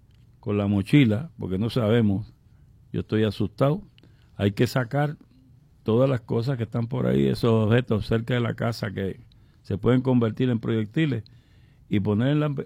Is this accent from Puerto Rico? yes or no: yes; Naguabo, Puerto Rico; De Naguabo, ajá. De mi pueblo también, en Chumbao.